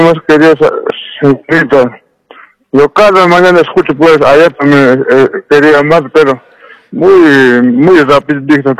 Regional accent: Colombia; Sí, soy de Colombia, pues

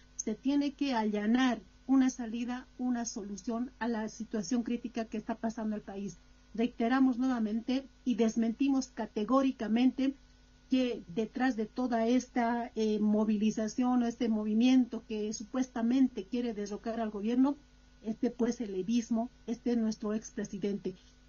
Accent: Bolivia; todos somos bolivianos

